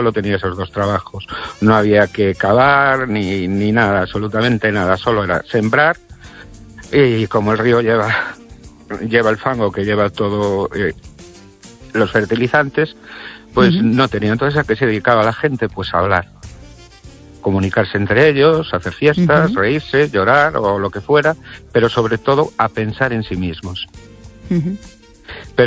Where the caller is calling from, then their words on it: Vélez, Spain; de Vélez.